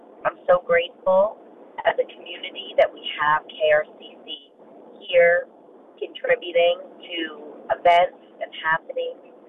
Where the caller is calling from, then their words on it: Salida, Colorado, United States; I'm calling from Salida, Colorado.